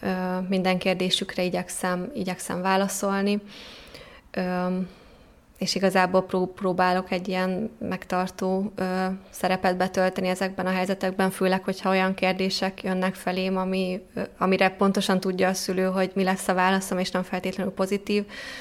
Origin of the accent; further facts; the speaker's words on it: Hungary; born there; moved away as an adult; now in Budapest, Hungary; Nincs saját családom, de külön élek. A szüleim, ők ott vannak vidéken, úgyhogy én itt élek albérletben.